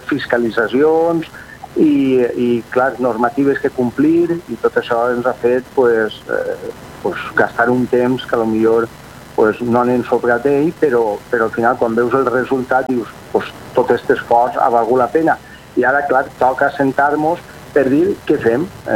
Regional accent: Oliva, Valencian Community, Spain; som d'Oliva.

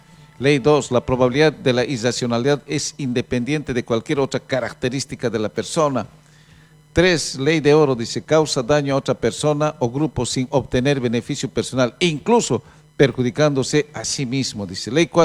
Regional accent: Bolivia; Somos nosotros los bolivianos los que nos estamos autoflagelando

